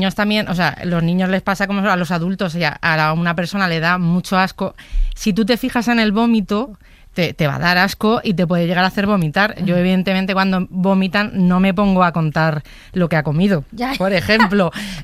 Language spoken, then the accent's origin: Spanish; Madrid, Community of Madrid, Spain; Por mi apellido. Perfecto. Y porque soy de Madrid.